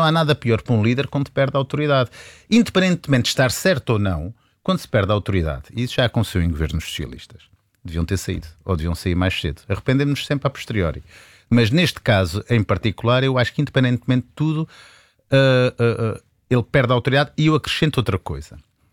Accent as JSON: {"language": "Portuguese", "region": "Azores", "country": "Portugal", "said": "Eu como açoriano"}